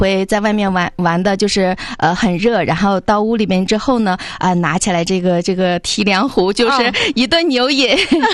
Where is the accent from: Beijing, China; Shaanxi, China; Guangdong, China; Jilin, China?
Jilin, China; 可能我们吉林人呢也会就是上